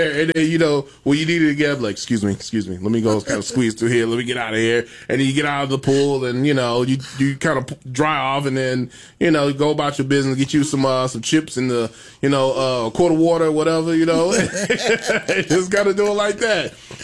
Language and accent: English; St. Louis, Missouri, United States; Now there was one, because you know I grew up in St. Louis, so like there was a park out there.